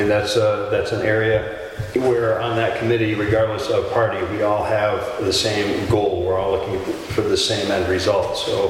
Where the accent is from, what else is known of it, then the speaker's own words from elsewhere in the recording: Chester, Vermont, United States; I have lived in Vermont my whole life. I've lived in Chester for 50 years.